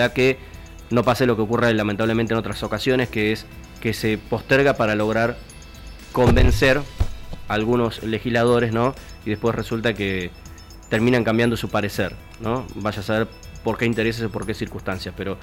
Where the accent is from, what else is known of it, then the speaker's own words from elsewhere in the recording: Argentina; nosotros somos argentinos